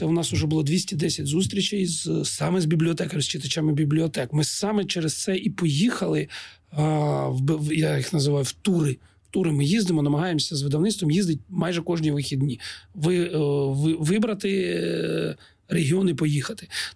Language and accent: Ukrainian; Donbas, Ukraine; Я східняк. І хоча я народився на півночі Сходу, моя молодість прийшла на Донбасі. Я східняк по суті.